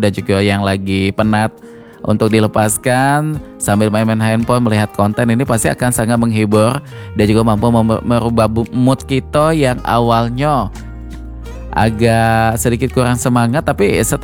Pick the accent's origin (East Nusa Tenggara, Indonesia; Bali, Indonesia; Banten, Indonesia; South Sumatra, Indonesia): South Sumatra, Indonesia; Palembang; Ini membanggakan kita juga nih Wong Palembang ya